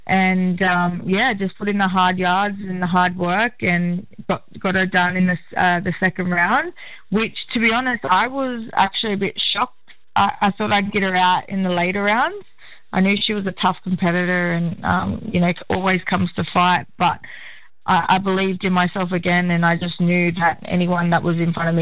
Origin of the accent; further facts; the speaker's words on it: Peak Hill, New South Wales, Australia